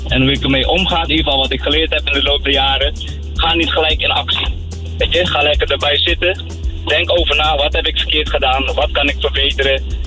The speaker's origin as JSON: {"language": "Dutch", "country": "Suriname", "moved": "yes", "lives_now": "Netherlands", "said": "toen ik voor het eerst in Nederland kwam, zeg maar. Ja, had ik best wel moeite met de taal. Ik kom uit Suriname, daar spraken we ook Nederlands, maar het is toch anders."}